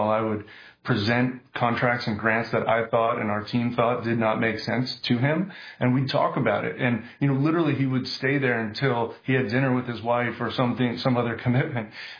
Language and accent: English; New York City, New York, United States; I grew up in New York City, actually.